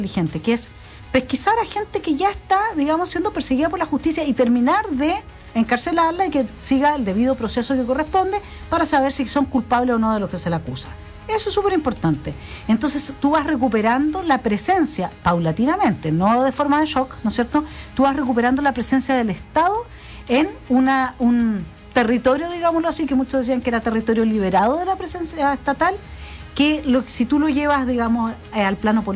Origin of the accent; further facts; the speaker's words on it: Araucanía, Chile; nosotros lo sabemos porque somos de la Araucanía